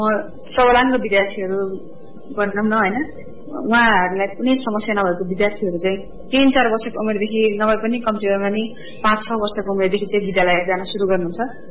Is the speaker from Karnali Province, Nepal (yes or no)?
no; Buddha Shanti, Koshi Province, Nepal; मेरो जन्म चाहिँ बुद्ध शान्ति गाउँपालिका वार्ड नम्बर 7 झापामा भएको हो, 2044 मङ्सिर 11 गते। अनि बाल्यकाल चाहिँ मेरो झापामा नै बित्यो।